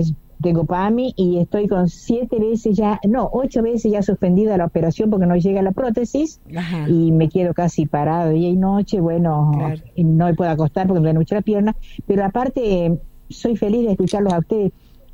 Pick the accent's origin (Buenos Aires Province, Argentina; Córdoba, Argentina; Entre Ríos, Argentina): Córdoba, Argentina; Sebastián Elcano; moved away as an adult; also born or lived in Buenos Aires; Yo soy del norte de Córdoba, yo soy de Sebastián Elcano.